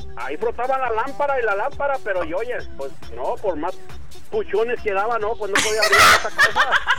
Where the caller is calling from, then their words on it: Guadalajara, Jalisco, Mexico; Y arriba Guadalajara, Jalisco, que es mi tierra. Y ahí nunca pasa nada, somos bien tranquilos.